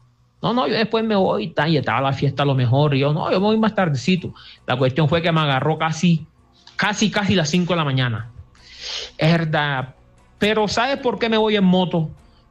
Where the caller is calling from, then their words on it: Suan, Atlántico, Colombia; Yo soy de Swan